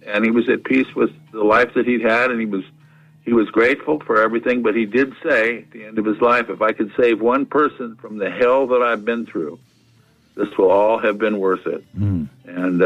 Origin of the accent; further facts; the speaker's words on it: Southern United States, United States; and I came from the South and in a very segregated community, and I didn't like it.